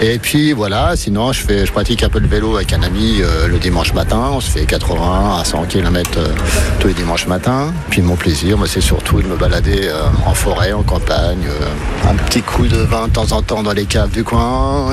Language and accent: French; Jonches, Bourgogne-Franche-Comté, France; je suis de Jonches, donc à la commune à côté de l'Auxerre